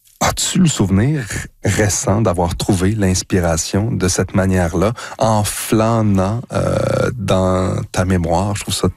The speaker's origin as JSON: {"language": "French", "town": "Drummondville", "region": "Quebec", "country": "Canada", "tie": "born or raised there", "moved": "yes", "said": "si je retourne à Drummondville, là où j'ai grandi"}